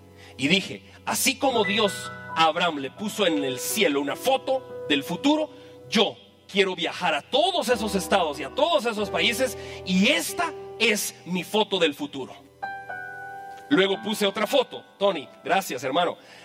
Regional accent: Jalapa, Guatemala; now in Guatemala City, Guatemala; Me vine de Jalapa para acá en el 95.

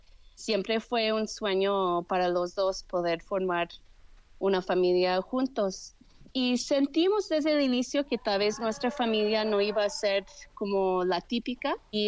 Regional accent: Canada; moved away as an adult; now in Guadalajara, Mexico; Vine aquí a Guadalajara, México, en el año 2006 para ser misionera, pero vengo de Canadá.

